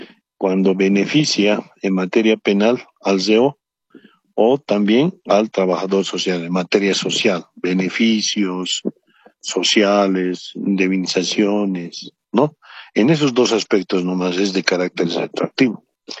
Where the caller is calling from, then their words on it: El Alto, La Paz, Bolivia; de la Ciudad del Alto